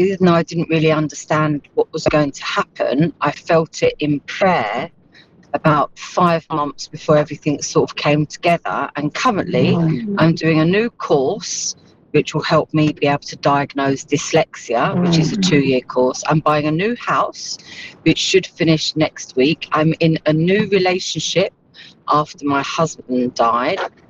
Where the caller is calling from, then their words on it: Southampton, South East England, United Kingdom; I'm from Southampton.